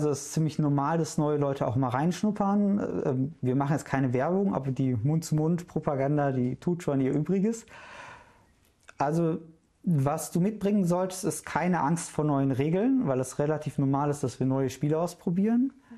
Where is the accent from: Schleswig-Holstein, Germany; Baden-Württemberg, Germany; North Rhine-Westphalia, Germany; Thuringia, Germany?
North Rhine-Westphalia, Germany; Duisburg; also born or lived in Essen / Düsseldorf; now in Dessau, Germany; Ich bin geboren in Essen, aber ich sage immer, ich komme aus Duisburg, weil ich meine ganze Schulzeit da verbracht habe. Die Blitzvariante wäre, ich bin in Essen geboren, in Duisburg aufgewachsen, habe in Mülheim Zivildienst gemacht.